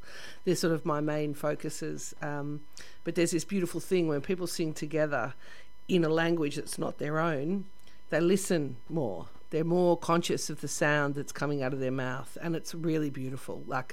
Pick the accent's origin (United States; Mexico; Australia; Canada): Australia; Bendigo, Victoria; now in Ballarat, Australia; I was born and raised in Bendigo and not far from Ballarat down south. And then found my way to Ballarat where I started working as a musician from the age of about 16.